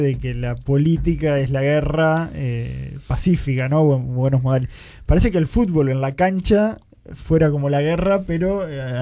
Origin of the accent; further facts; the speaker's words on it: Uruguay; no somos Argentina y no somos Brasil tampoco